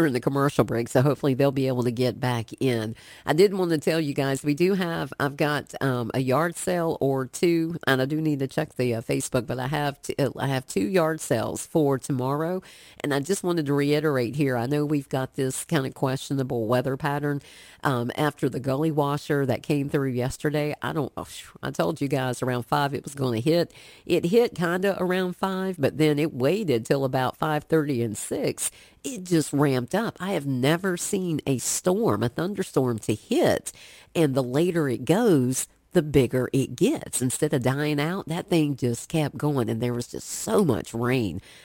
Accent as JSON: {"language": "English", "region": "the South", "country": "United States", "said": "I'm from the South, okay?"}